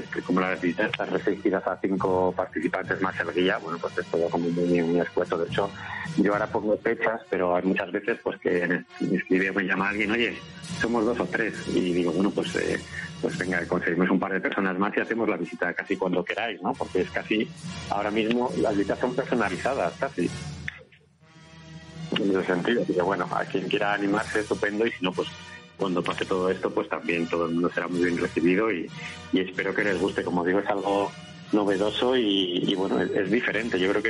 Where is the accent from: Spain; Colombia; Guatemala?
Spain; Salamanca, Castile and León; Bueno, yo la verdad es que suelo ir mucho porque, como digo, soy de Salamanca y...